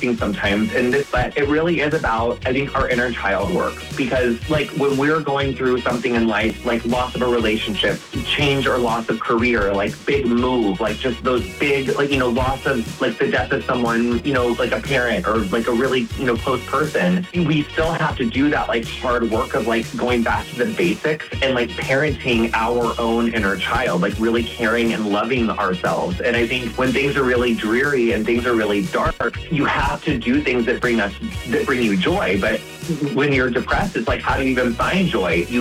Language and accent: English; Quincy, Illinois, United States; moved away; Yes, I'm from Quincy. It's like not that far away